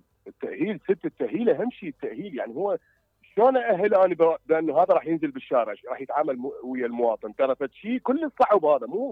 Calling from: Baghdad, Baghdad Governorate, Iraq; أنا من بغداد.

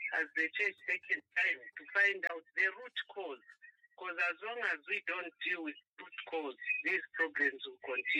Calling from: Lusaka, Lusaka Province, Zambia; calling from within Lusaka.

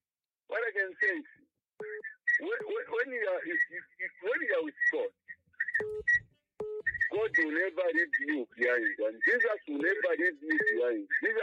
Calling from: Solwezi, North-Western Province, Zambia

